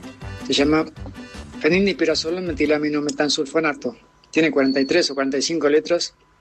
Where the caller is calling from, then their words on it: Buenos Aires, Argentina; soy de Belgrano.